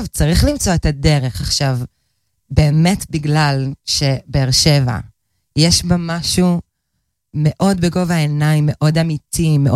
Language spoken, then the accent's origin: Hebrew; Tel Aviv, Tel Aviv District, Israel; אז אני, אגב, במקור מתל אביב